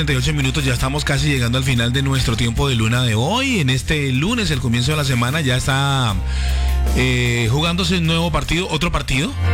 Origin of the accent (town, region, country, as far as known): Colombia